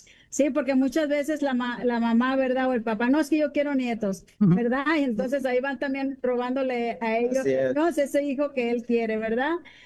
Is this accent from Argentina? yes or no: no; Mexico; now in United States; Yo soy de México.